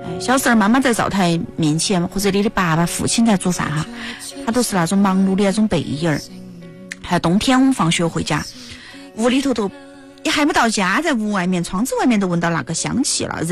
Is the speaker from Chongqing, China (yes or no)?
yes; Jiangjin, Chongqing, China